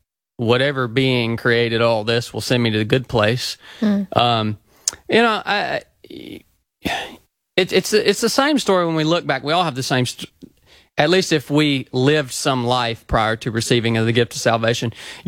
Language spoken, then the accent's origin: English; the South, United States; So I grew up obviously in the South, so I'd heard the gospel many, many times.